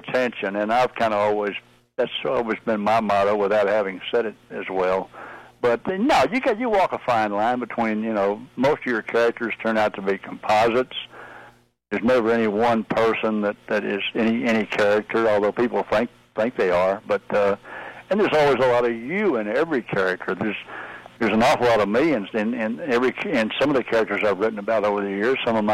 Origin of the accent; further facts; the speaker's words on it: Texas, United States; I grew up in Texas